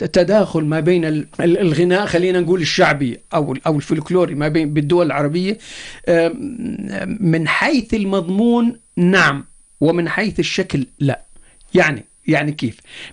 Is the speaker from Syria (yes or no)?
no; Jordan; عندنا بالأردن